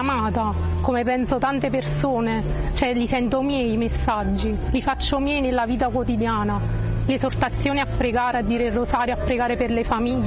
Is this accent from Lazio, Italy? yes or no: no; Naples, Campania, Italy; vengo da Napoli.